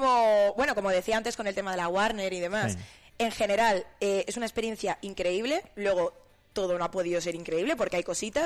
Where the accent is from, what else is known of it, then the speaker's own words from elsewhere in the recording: Alcalá de Henares, Community of Madrid, Spain; also born or lived in Granada; Empecé en Alcalá de Henares, en Madrid, donde me he criado prácticamente